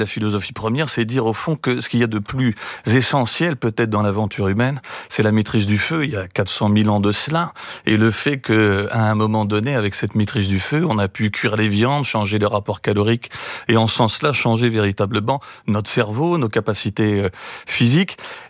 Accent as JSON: {"language": "French", "town": "Strasbourg", "region": "Grand Est", "country": "France", "said": "je viens de Strasbourg"}